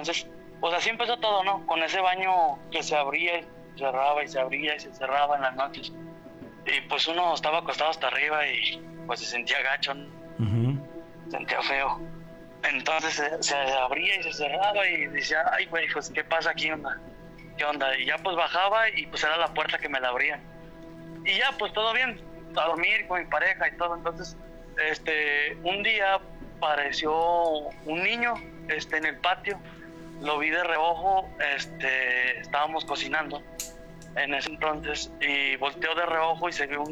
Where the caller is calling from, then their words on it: Aguascalientes, Mexico; Desde Aguascalientes, Aguascalientes, aquí en la capital.